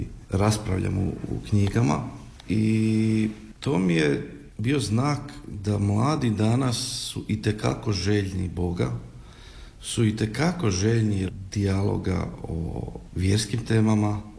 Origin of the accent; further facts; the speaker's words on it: Skopje, North Macedonia; ja sam odrastao u Skoplju, u obitelji janjevačkih Hrvata.